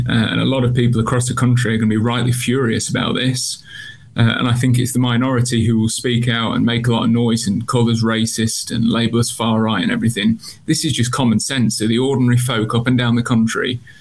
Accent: United Kingdom

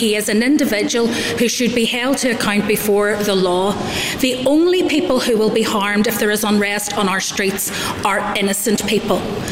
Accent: Northern Ireland, United Kingdom; I grew up at a time in this place where my accent alone would have identified a potential threat in a community

